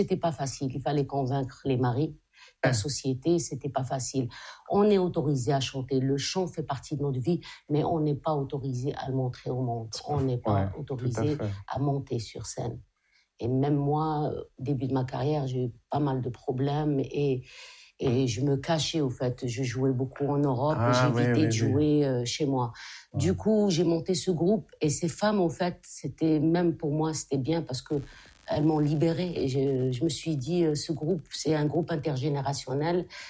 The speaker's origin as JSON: {"language": "French", "country": "Algeria", "moved": "yes", "said": "parce que moi j'ai quitté l'Algérie jeune."}